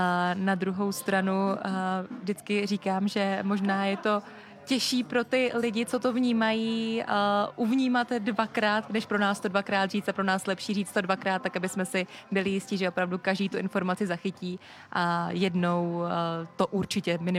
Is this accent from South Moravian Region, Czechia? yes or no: yes; Znojmo, South Moravian Region, Czechia; moved away; já jsem původně ze Znojma, to znamená, že do Lednice to mám nejblíž